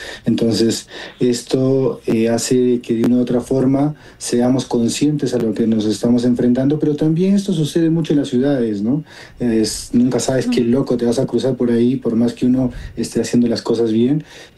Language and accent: Spanish; Huaraz, Ancash, Peru; yo soy de Huaraz, natural de las montañas más altas del Perú. Ahí atrás todo ese es mi patio prácticamente